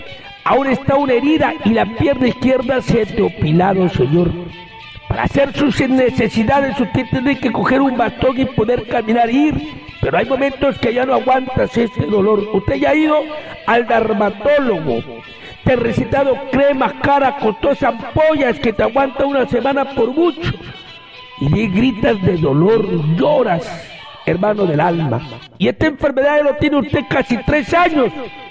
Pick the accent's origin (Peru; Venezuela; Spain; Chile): Peru; Cañaris, Lambayeque; le escucho por radio Unión Andina. Yo soy de Cañaris.